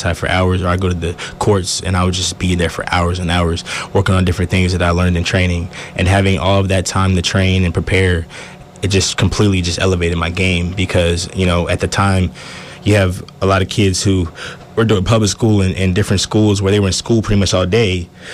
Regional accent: Texas, United States; moved away as an adult; also born or lived in Colorado; now in Alaska, United States; I've been born and raised in Texas. Texas my whole life. And then first time I actually got out of Texas was last year in Colorado. And then now I'm here in Alaska.

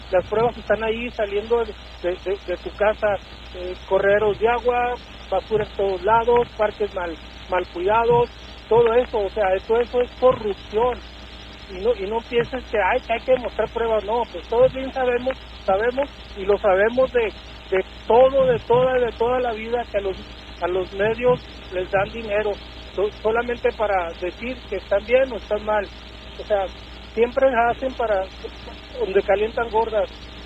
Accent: Ciudad Juárez, Chihuahua, Mexico; Realmente la ciudad de Juárez está hecha garras. Soy de Juárez, pero está hecha garras.

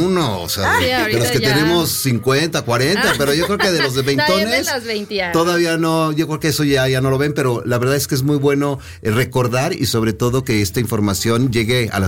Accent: Mexico

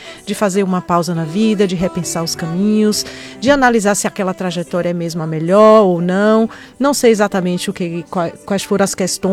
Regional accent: Vitória da Conquista, Bahia, Brazil; Eu sou de Conquista. Terra do café, então sou apaixonada por café.

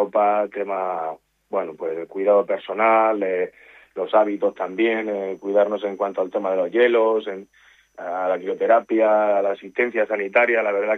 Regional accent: Valencian Community, Spain; porque a veces somos mucho sí, de la Vega Baja, sí, pero también nos matamos más entre nosotros, ¿no?

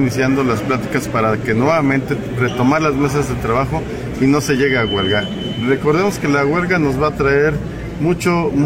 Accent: Puebla, Mexico; nos movemos económicamente como poblanos gracias a la planta de Volkswagen.

